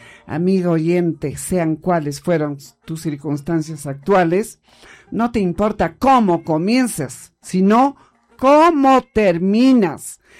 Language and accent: Spanish; Peru; ¿Cómo somos los peruanos?